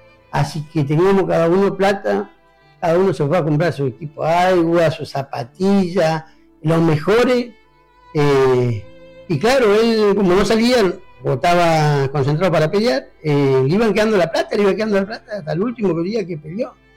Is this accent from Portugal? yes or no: no; Caleta Olivia, Santa Cruz, Argentina; vos viajás por todos lados y decís que soy de Caleta Olivia y te dicen dónde era el roño.